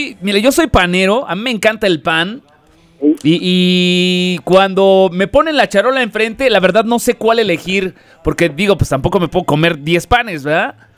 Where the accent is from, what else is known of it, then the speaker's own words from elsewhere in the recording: Mexico City, Mexico; De aquí, de la Ciudad de México.